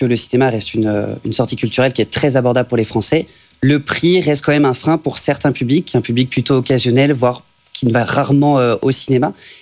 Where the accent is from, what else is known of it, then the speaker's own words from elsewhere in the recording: Nantes, Pays de la Loire, France; on est nantais.